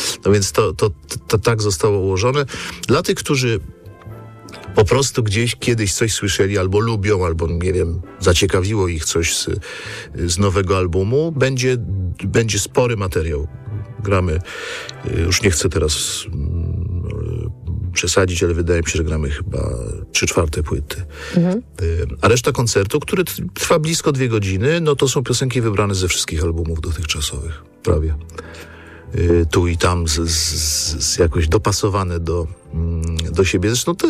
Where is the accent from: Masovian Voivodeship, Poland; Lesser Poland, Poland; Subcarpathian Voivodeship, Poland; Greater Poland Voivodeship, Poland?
Lesser Poland, Poland; Kraków; już tylko ja i Szczerba jesteśmy z Krakowa w zespole